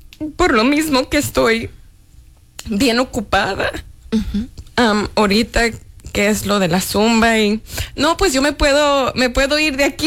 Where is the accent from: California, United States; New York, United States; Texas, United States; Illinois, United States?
California, United States; Los Angeles; born there; Yo nací en Los Ángeles, California.